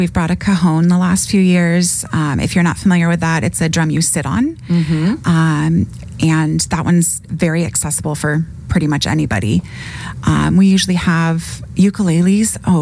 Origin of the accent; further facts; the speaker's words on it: California, United States; Yeah, I grew up in California.